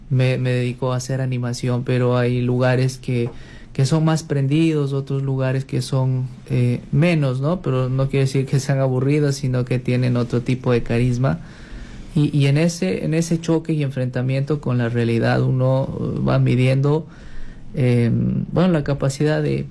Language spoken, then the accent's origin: Spanish; Ambato, Tungurahua, Ecuador; yo vengo de Ecuador, específicamente de Ambato, la ciudad en donde ha nacido el compositor del himno nacional del Ecuador. Y pues la tierra de las flores, las frutas y el pan.